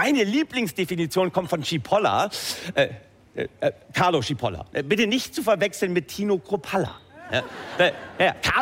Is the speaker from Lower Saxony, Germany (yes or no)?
yes; Lower Saxony, Germany; Nein, ich komme ja aus Niedersachsen, ne? Hinter jeder Idylle lauert die Gülle. Du, ja. Meine Heimat Oldenburger Land, da wo Mensch und Tier enger zusammenleben, als es von der Natur vorgesehen war.